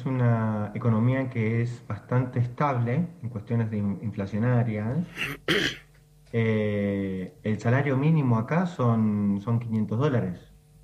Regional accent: Argentina; porque como yo soy argentino, ella puede tener la nacionalidad argentina

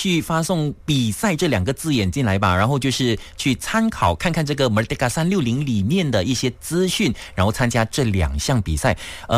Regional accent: Malaysia; 我们马来西亚人

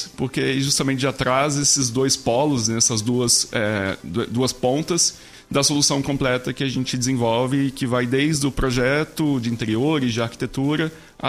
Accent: Espírito Santo, Brazil; also born or lived in interior of Rio de Janeiro state; now in Curitiba, Brazil; Sou do Espírito Santo, mas estudei no interior do Rio.

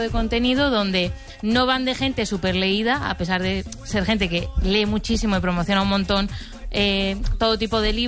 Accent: Community of Madrid, Spain; Yo soy muy madrileña para estar con la... Me tenéis que perdonar.

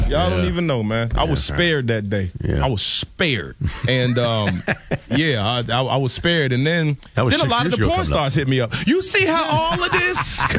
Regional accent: the South, United States; I say, I'm from the South. I say, yes, ma'am, no, sir, all of that stuff.

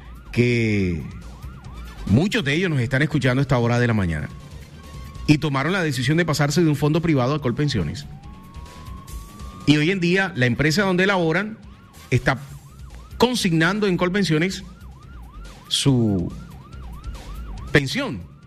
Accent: Santa Marta, Magdalena, Colombia; yo nací en Los Almendros, yo sé de qué estoy hablando. Yo me crié en un barrio en el que tocaba hacer huecos en la madrugada cerca al tubo madre para poder, cuando llegara el poquito de agua, tirar unos baldes para poder uno ir a bañarse para ir al colegio.

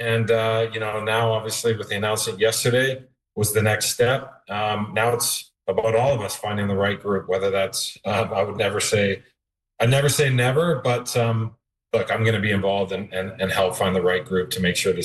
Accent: Kelowna, British Columbia, Canada; Myself, obviously, I grew up in Kelowna. I played for you know, my youth soccer grassroots in Kelowna.

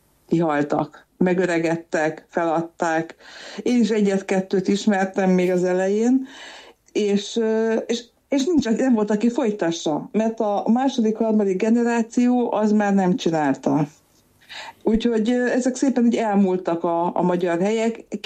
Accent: Budapest, Hungary; Hát nekem a gyerekkorom az elég vegyes, mert Budapest pesti vagyok, de viszont a családnak a másik fel a Somogyból, Kaposvárról származik

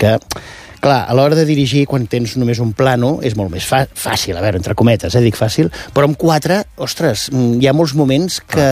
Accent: Llançà, Catalonia, Spain; Jo seré un tòpic Costa Brava, sempre, jo soc de Llançà, no?, i Figueres

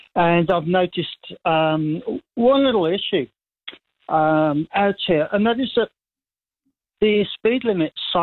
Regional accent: England, United Kingdom; moved away; Yeah, well, I mean, look, I've been here like 25 years. I came from England, but in Europe, they are on fast roads

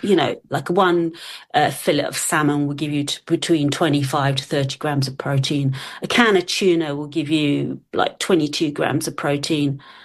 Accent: London, United Kingdom; accent: English; moved away; I was born in London. I was actually born right in the centre, so St Thomas's Hospital, which is like a stone's throw from Waterloo. And I literally lived 5 minutes from Waterloo.

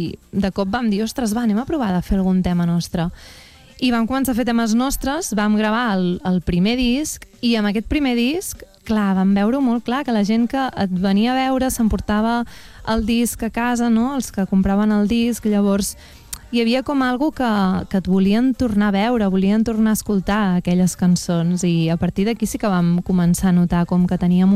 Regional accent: Castelló d'Empúries, Catalonia, Spain; also born or lived in Roses; Clar, jo vaig néixer a Roses, però amb 5 anys me'n vaig anar a Castelló d'Empúries

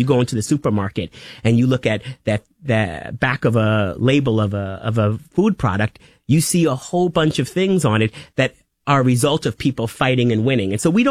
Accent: Riverhead, New York, United States; born or raised there

